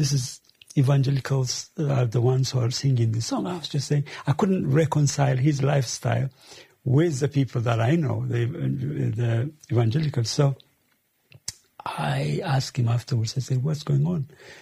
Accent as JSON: {"language": "English", "region": "Addis Ababa", "country": "Ethiopia", "tie": "born or raised there", "also_born_or_lived": "Jimma", "moved": "yes", "lives_now": "United Kingdom"}